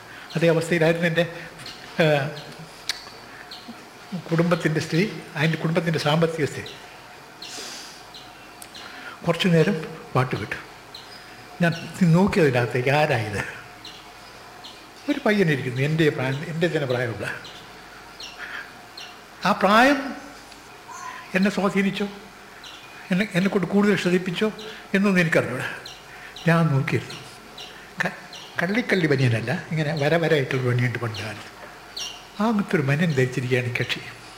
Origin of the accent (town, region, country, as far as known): Kozhikode, Kerala, India; born there